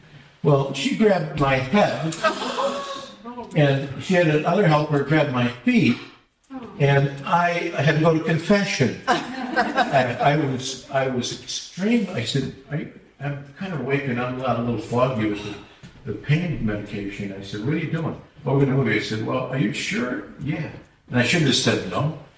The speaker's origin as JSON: {"language": "English", "town": "Detroit", "region": "Michigan", "country": "United States", "tie": "born or raised there", "said": "I grew up in Detroit."}